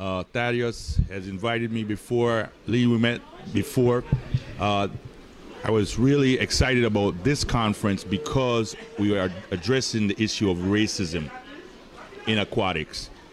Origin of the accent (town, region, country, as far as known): Jamaica; now in United States